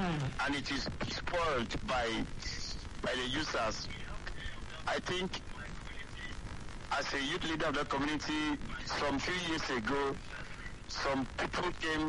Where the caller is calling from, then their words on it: Akwa Ibom, Nigeria; Oh, I'm calling from Akwa Ibom. I'm calling from Una.